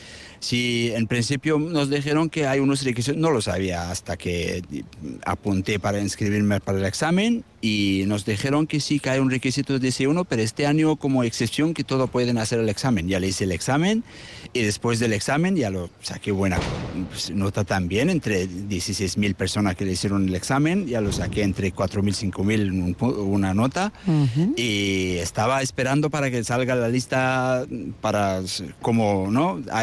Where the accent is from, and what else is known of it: Afghanistan; Spanish is a second language; moved away as an adult; now in Zarautz, Spain